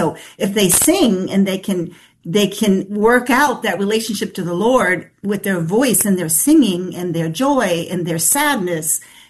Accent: Germany; moved away; I grew up in Germany, and most of my musical experience was German.

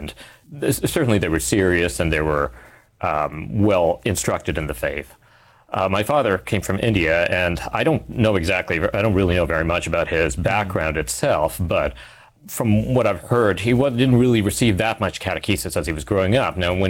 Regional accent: Vancouver, British Columbia, Canada; Well, I grew up in Vancouver in Canada, and both my parents were Muslim in their background, although they came from rather different places

